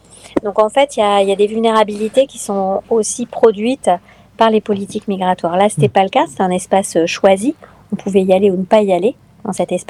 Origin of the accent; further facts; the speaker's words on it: Lille, Hauts-de-France, France; je suis lilloise, chercheuse à l'université, et que donc je ne suis pas si loin du littoral franco-britannique